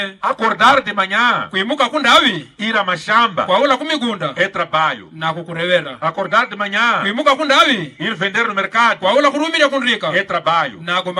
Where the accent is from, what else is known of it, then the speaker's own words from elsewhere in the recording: Mozambique; O que nós temos que fazer como moçambicanos